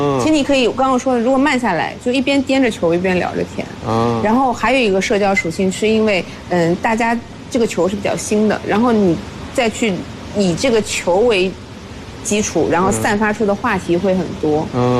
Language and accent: Chinese; China; 我们中国人